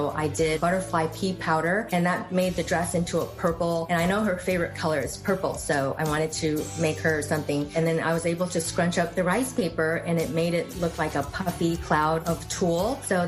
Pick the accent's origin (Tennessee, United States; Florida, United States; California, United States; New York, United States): California, United States